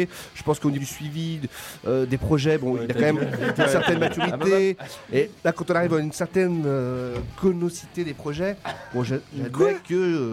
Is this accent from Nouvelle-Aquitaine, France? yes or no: yes; Bressuire, Nouvelle-Aquitaine, France; Samedi, on va jouer pour fêter l'album chez nous à Bressuire.